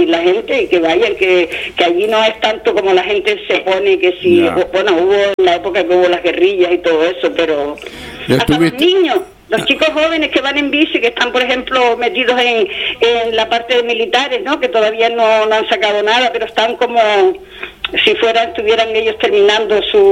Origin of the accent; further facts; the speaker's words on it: Canary Islands, Spain; Digo, colombiana, si soy conejera hasta la médula. Soy canaria como el gocio.